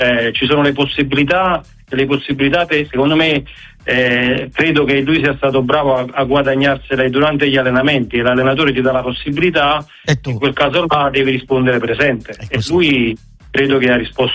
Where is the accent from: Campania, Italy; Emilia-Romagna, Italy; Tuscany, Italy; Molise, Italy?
Campania, Italy; Naples; soprattutto per me da napoletano